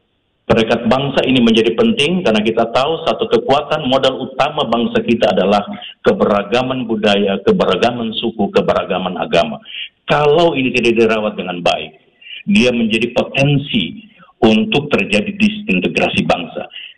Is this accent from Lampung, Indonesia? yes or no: no; Kaimana, West Papua, Indonesia; saya lahir dan besar di Papua